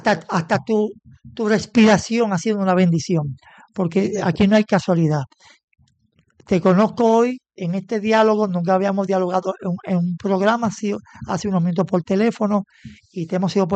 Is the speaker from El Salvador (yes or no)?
no; Puerto Rico; como buenos puertorriqueños que somos, nos apoyamos